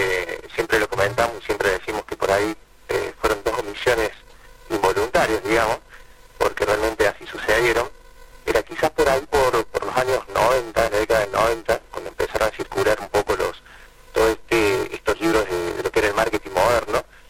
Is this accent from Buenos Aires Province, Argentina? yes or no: no; Córdoba, Argentina; Nosotros somos de Alta Córdoba. Salimos estando donde nacimos, sí. Así bueno, desde acá no nos hemos movido, digamos.